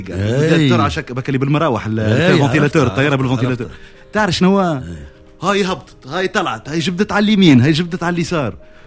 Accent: Djerba, Medenine, Tunisia; تو نحن من تونس الجربة قسما بالله لا فما حتى بحر، كلها يابسة.

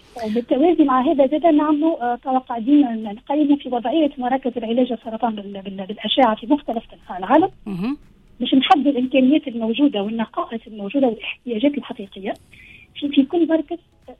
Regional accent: Tunisia; now in Vienna, Austria; احنا عندنا في تونس

